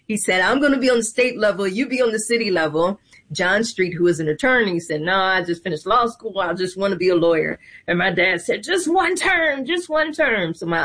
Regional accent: Philadelphia, Pennsylvania, United States; I come from Philadelphia, Pennsylvania.

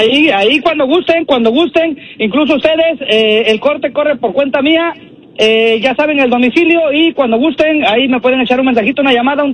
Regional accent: Oaxaca, Mexico

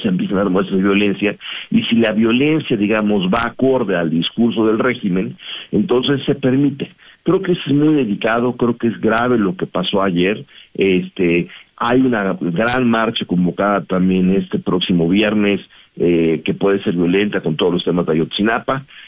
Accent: Mexico

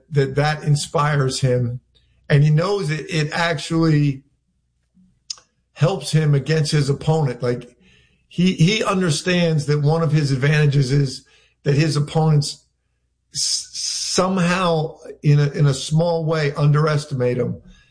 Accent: Philadelphia, Pennsylvania, United States; moved away; I'm from Philly.

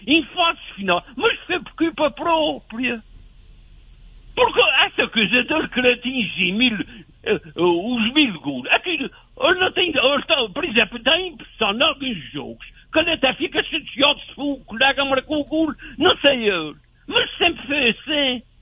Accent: Portugal; E é como português

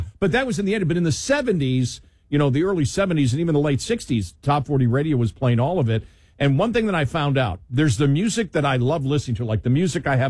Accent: United States; I grew up on the Canadian border, so a lot of Canadian rock.

